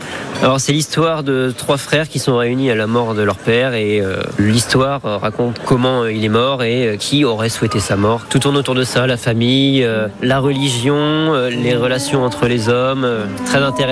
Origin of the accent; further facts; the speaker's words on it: France; je suis de Corrèze, une petite commune dans la Marne.